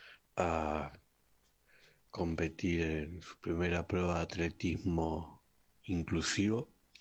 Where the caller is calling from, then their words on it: Ramos Mejía, Buenos Aires Province, Argentina; de Ramos Mejía.